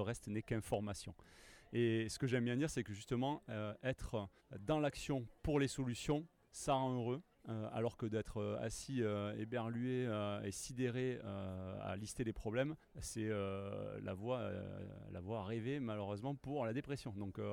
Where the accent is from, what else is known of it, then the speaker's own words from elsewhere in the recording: Carcassonne, Occitanie, France; Moi, j'ai été élevé, je suis de Carcassonne, j'ai été élevé au cassoulet, au foie gras, au magret, etc.